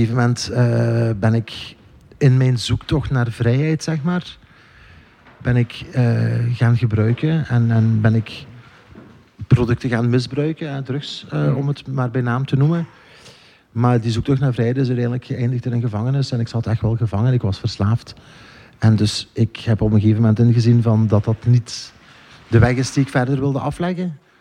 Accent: Tongeren, Flanders, Belgium; ik ben opgegroeid in Tongeren

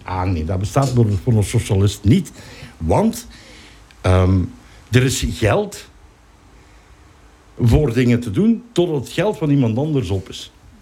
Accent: Belgium

